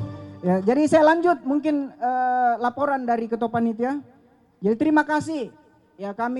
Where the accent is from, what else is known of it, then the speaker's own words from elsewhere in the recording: South Sulawesi, Indonesia; di kampung kami di Dusun Capakala, tepatnya di lapangan sepak bola Capakala, Kabupaten Pindrang.